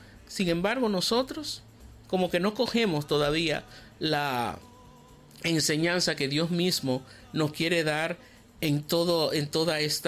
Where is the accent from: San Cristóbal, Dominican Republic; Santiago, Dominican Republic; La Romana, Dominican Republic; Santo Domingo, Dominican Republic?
Santo Domingo, Dominican Republic; Boca Chica; moved away; allá en Boca Chica, mi pueblo hermoso.